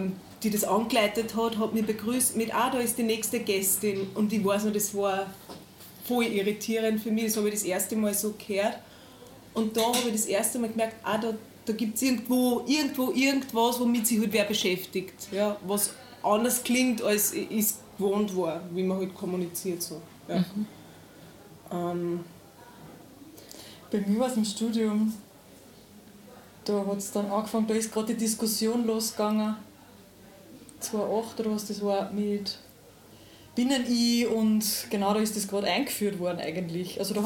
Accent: Upper Austria, Austria; moved away; Ursprünglich kommen wir tatsächlich alle aus dem Innviertel

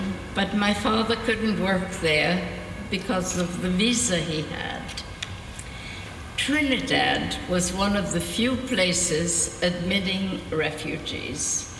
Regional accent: Vienna, Austria; I was born right here in Vienna on December 1930. My father was chief editor of the Kronen Zeitung, and we lived in the 9th district.

